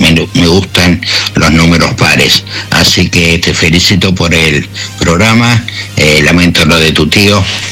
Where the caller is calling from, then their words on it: Mar del Plata, Buenos Aires Province, Argentina; soy de Mar del Plata